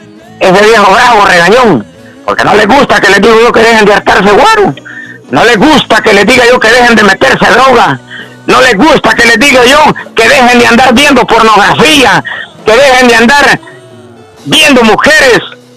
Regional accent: El Salvador; accent: Salvadoran; now in United States; Soy un campesano, un campesino, imagínese. Llegué a los Estados Unidos y todavía tengo el acento de allá de mi país. Todavía me identifico como salvadoreño, ya no le hablo mexicano, ya no le hablo caliche mexicano, ya no le hablo caliche puertorriqueño, no le hablo caliche cubano

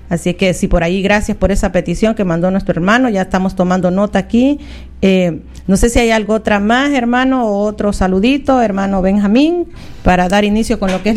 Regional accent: El Salvador; en el caso de nosotros somos salvadoreños

